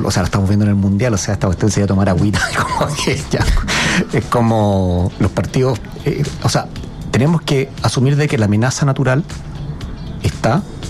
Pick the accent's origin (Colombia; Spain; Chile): Chile; Iquique, Tarapacá; El plan de adaptación regional de Tarapacá, sí, que soy de Iquique, ya lo incluye.